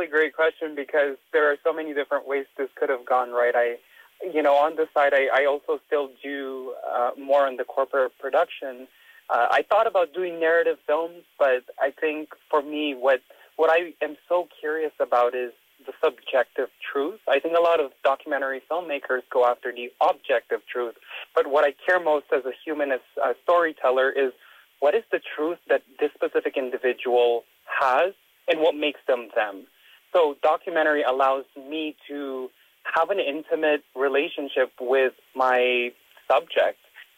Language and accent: English; Kodiak, Alaska, United States; born there; also born or lived in Laoag City, Philippines; I did grow up in Kodiak when I moved directly from Lawag City, Philippines, when I was about 8 years old. And that would have been in 2009.